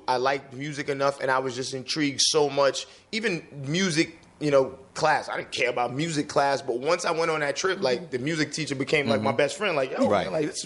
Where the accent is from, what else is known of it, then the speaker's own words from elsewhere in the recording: Long Island, New York, United States; But I grew up in Long Island, a musical home.